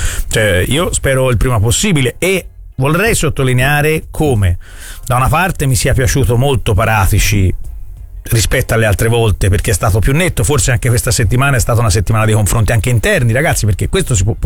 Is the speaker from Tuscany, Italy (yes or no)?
yes; Florence, Tuscany, Italy; essendo fiorentino